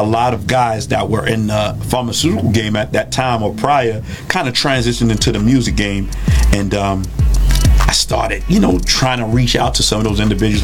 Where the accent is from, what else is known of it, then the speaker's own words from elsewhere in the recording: Bronx, New York, United States; Growing up in the Bronx, of course, you know, they say we are the Mecca of it all. How about